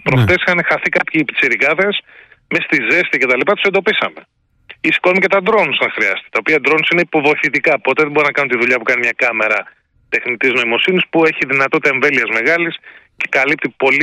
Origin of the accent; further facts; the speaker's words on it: Kefalonia, Ionian Islands, Greece; Σας λέω γιατί είναι το νησί μου κεφαλονιά και έχω πρώτη επάμεξη εικόνα.